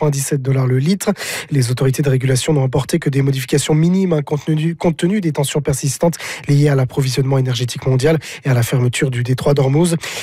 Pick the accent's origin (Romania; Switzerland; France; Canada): Canada; New Brunswick; C'est pareil chez nous, au Nouveau-Brunswick.